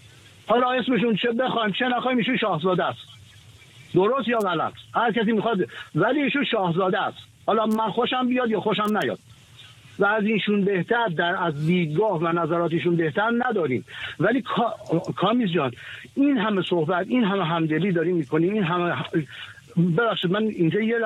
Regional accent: Iran; امروز ما ناراحت و گرفتار این هستیم که یک کشور خارجی به قسمتی از وطن و بدن ما ح

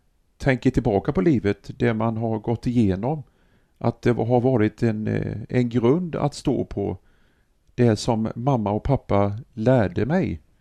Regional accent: Jönköping, Jönköping County, Sweden; Nej, det är jag inte. Min pappa var västgöte, men jag är uppväxt i Jönköping.

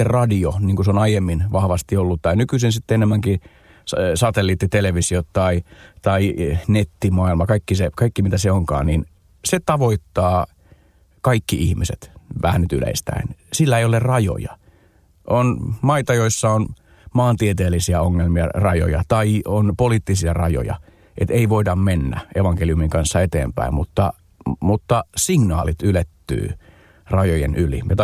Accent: Porvoo, Uusimaa, Finland; omassa kotikaupungissani Porvoossa

